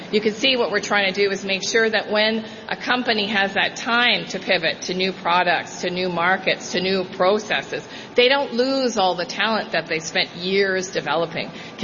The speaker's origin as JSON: {"language": "English", "region": "Ontario", "country": "Canada"}